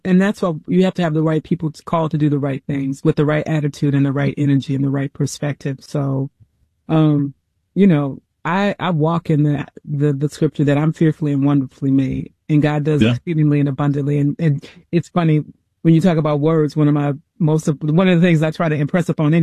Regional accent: Mississippi, United States; moved away as an adult; now in Minnesota, United States; I was young coming here. And when I tell you I came here, I'm originally from Mississippi, came after college, the whole thing. And I came with my Southern ways.

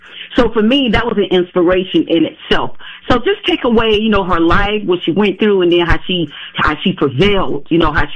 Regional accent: Macon, Georgia, United States; I grew up in Macon, Georgia.

